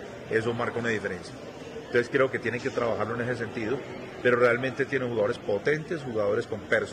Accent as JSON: {"language": "Spanish", "country": "Colombia"}